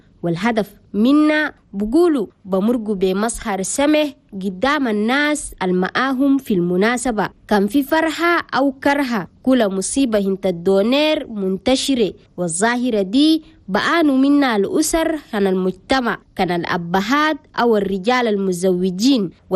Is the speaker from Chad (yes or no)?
yes; Chad; ودي الأصالة والتراث عن بلدنا تشاد.